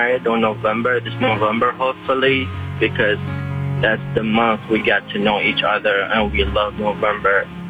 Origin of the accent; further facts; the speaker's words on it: Iraq; moved away; I'm originally from Iraq.